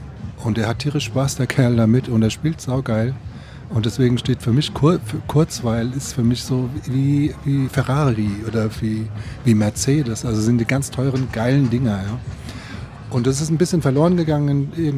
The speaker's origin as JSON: {"language": "German", "town": "Frankfurt", "region": "Hesse", "country": "Germany", "said": "Ich bin ja aus Frankfurt"}